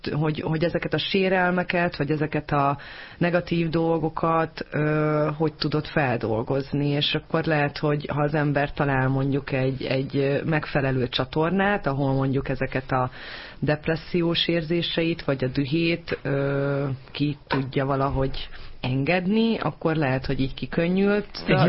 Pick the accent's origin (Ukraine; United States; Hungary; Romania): Hungary; Nagyon magyar vagyok